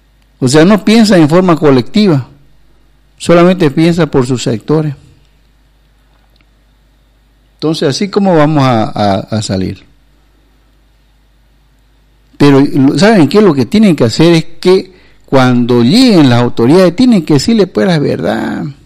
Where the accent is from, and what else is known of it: Beni, Bolivia